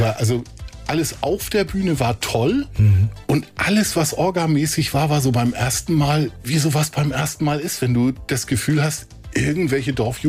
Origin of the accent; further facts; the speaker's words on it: Kappeln, Schleswig-Holstein, Germany; wir waren ja auf dem Land, ich komme selber aus Kappeln